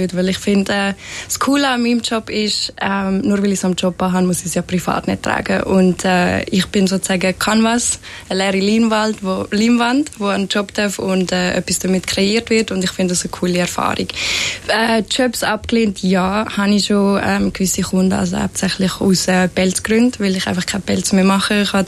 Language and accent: German; Fislisbach, Aargau, Switzerland; Und bin dann, glaube ich, 3 Wochen später in der Schweiz, in meinem Dörfli in Fieslisbach, wo ich aufgewachsen bin